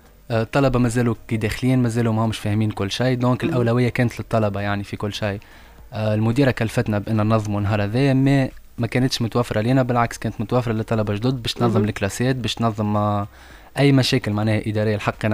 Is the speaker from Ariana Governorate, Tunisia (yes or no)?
yes; Ariana, Ariana Governorate, Tunisia; انا من تونس اريان.